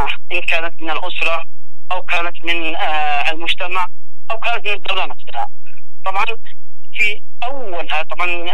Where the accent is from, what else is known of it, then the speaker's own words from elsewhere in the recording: Yemen; عندنا في اليمن